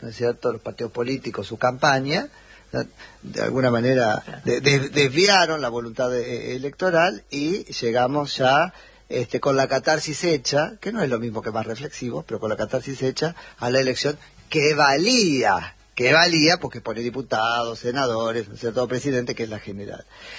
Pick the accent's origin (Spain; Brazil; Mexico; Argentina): Argentina; O sea, pagamos carísimo como argentinos, independientemente de los resultados, el proceso electoral del año pasado.